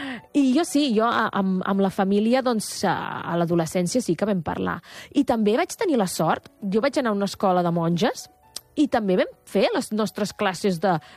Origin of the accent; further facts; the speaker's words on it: Terrassa, Catalonia, Spain; also born or lived in Matadepera; jo sóc terrassenca i estic a Terrassa tot el... Bueno, m'encanta Terrassa.